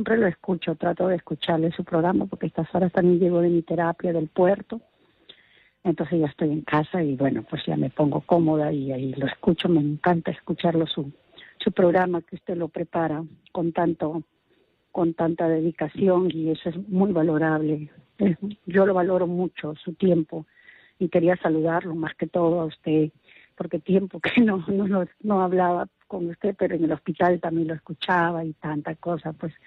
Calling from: Paiján, La Libertad, Peru; siempre le llamo de Paiján, pero ahora momentáneamente entre Racer y Chocopi por mis terapias

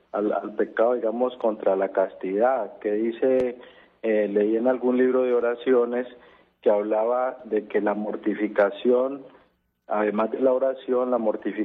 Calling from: Cali, Valle del Cauca, Colombia; De la ciudad de Cali

